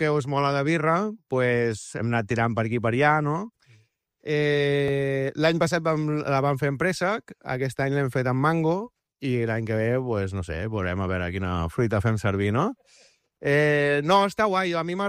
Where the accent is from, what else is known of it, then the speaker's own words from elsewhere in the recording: Arenys de Mar, Catalonia, Spain; Arenys de Mar, sempre. Capital de l'Almaresma.